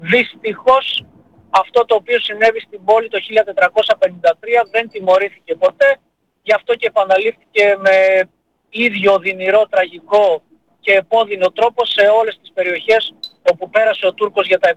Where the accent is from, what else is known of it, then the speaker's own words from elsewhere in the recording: Greece; ως Έλληνες